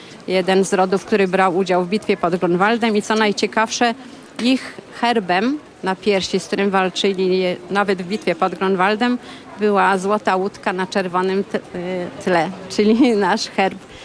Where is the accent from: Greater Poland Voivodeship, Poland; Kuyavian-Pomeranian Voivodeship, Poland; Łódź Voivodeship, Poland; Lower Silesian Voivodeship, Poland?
Łódź Voivodeship, Poland; Łódź; No ja jestem łodzianką